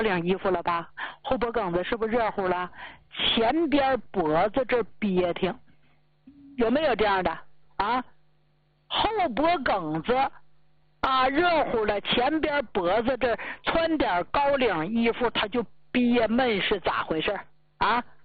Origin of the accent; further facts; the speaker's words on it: Northeast China, China; 所以为啥出去咱们东北人，黑龙江、吉林、辽宁、内蒙啊，这都咱们东北人吗？